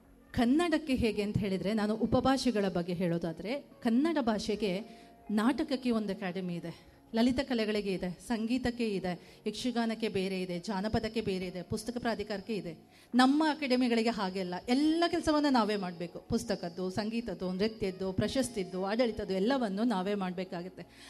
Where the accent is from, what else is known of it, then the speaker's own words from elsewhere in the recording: Karnataka, India; accent: Arebhashe; ಅರೆಭಾಷಿಗರು ನಾವು ಇದ್ದೇವೆ